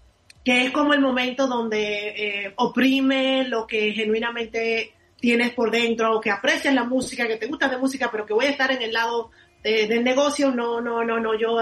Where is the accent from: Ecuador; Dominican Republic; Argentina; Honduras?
Dominican Republic; also born or lived in United States / Europe; now in Santo Domingo, Dominican Republic; inclusive yo que regresé recién al país de estar tanto tiempo fuera